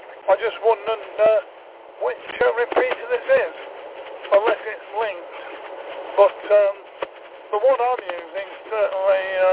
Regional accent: Nottingham, East Midlands, United Kingdom; I'm from Nottingham.

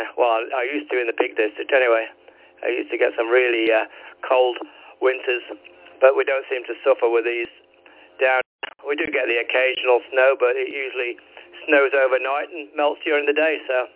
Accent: Ashbourne, East Midlands, United Kingdom; now in South England; I actually come from Derbyshire myself, so I have been to Stoke a few times. I was born in Ashbourne, just north of Derby, and went to Ashbourne School as a youngster.

